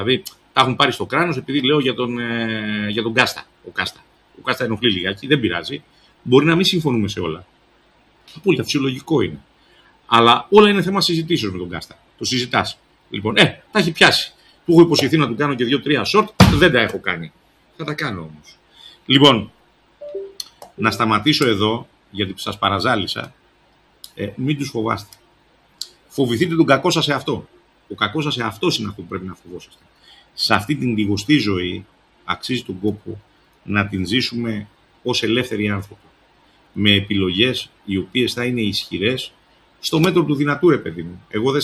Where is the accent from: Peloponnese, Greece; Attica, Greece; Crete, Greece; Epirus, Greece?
Epirus, Greece; εγώ είμαι Σουλιώτης και είμαι για την Περάτη Ιωαννίνων. Δεν είμαι από τις Θεσσαλίες, ούτε οι γονείς μου μένα στο Χαλάνδι και στο ψυχικό.